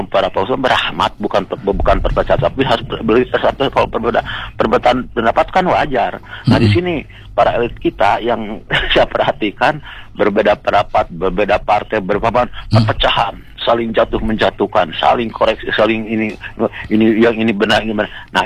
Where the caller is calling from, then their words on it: Bandung, West Java, Indonesia; Saya dari Bandung Timur Pak, anak buahnya KDM.